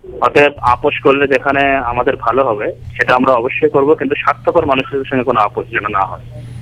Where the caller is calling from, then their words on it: Swarupnagar, West Bengal, India; আমি বিহারি স্বরূপনগর থেকে